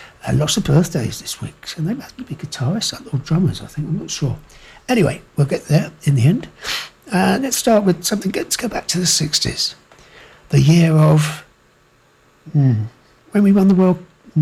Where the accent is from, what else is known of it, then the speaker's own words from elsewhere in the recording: England, United Kingdom; now in Australia; I'm English, Australian, and I'll put up with it for my listener.